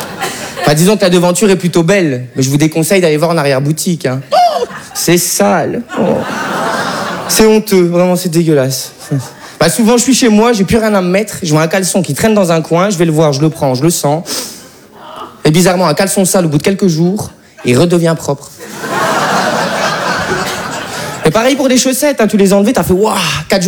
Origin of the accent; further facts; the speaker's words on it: Belgium; parce que je suis belge et français